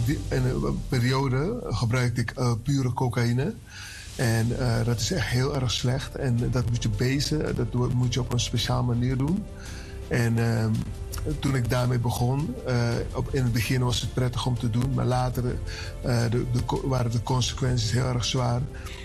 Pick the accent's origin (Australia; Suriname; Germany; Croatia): Suriname; now in Almere, Netherlands; Ik kom uit Suriname. En momenteel woon ik in Almere.